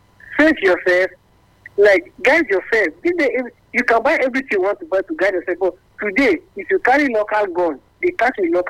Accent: Kaduna State, Nigeria; I'm from North, I'm from Kaduna State

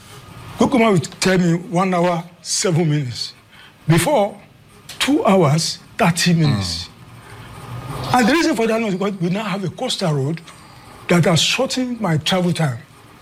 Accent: Nigeria; I'm a Nigerian.

